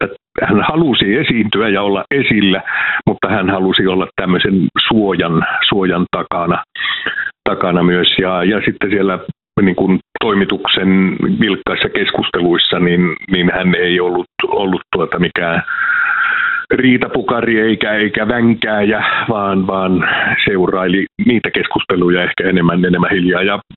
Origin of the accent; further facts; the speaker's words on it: Savonia, Finland; mä oon semmoinen yleis-itäsuomalainen, eli mä oon savolainen